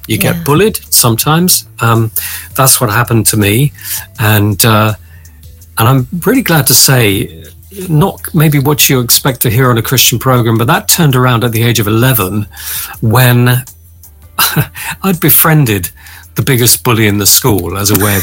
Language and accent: English; Emsworth, South East England, United Kingdom; So I was brought up in Emsworth in Hampshire, right on the coast.